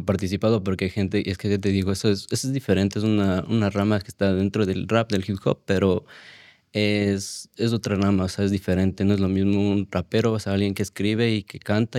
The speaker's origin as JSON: {"language": "Spanish", "country": "Ecuador", "moved": "yes", "said": "yo salí de Ecuador con un objetivo también claro, porque salí hace 2 años"}